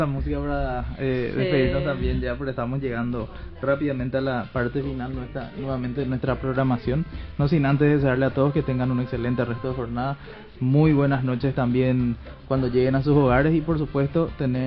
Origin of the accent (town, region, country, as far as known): Paraguay